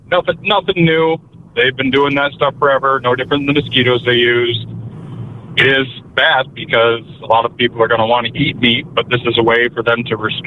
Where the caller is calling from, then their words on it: South Dakota, United States; South Dakota.